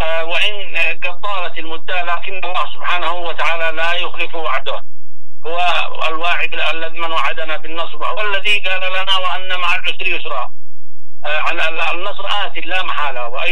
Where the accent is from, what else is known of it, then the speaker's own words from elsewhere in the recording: Yemen; نحن أبناء اليمن الميمون